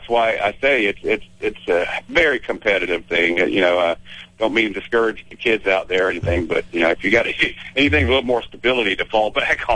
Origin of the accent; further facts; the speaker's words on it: Jacksonville, Florida, United States; we came from Jacksonville, Florida, and it was a Navy town, so. When we were kids, we played sailors clubs.